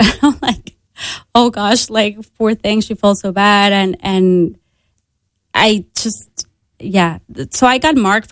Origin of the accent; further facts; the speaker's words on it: Monterrey, Nuevo León, Mexico; English is a second language; my hometown becomes our family destination now, because we go there to visit my parents and my family back in Monterrey. So that's our go-to vacation, going to Monterrey. It's a beautiful city with mountains, and it's the third largest city in Mexico.